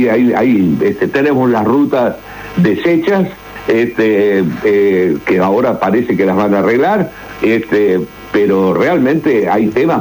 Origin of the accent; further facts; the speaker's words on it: Islas del Ibicuí, Entre Ríos, Argentina; Yo soy de Islas del Ibicuí.